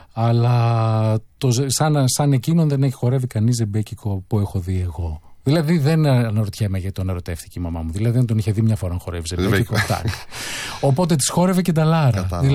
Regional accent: Koropi, Attica, Greece; born there; Εντάξει, έχω γεννηθεί τη δεκαετία του 70, το 1972, στο Κοροπή. Όταν γεννήθηκα εγώ στο Κοροπή, ακόμα χωματόδρομοι.

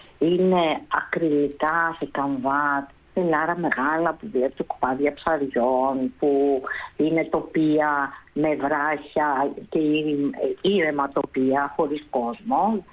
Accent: Thessaly, Greece; born there; γεννήθηκα στο Θεσσαλικό κάμπο που είναι γεμάτος από φύση.

